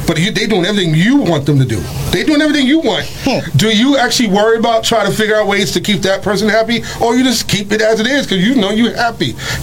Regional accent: Harlem, New York, United States; now in Bronx, United States; You already know. I'm from Harlem. End of the day, I'm from Harlem.

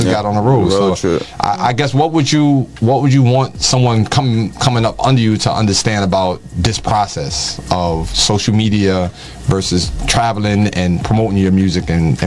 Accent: Bronx, New York, United States; I'm from the Bronx, right? I'm from the South Bronx back in the days when they was burning buildings and all that.

